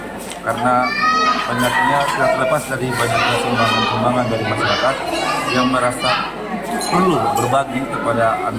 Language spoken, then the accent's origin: Indonesian; Buton, Southeast Sulawesi, Indonesia; kalau kita orang Buton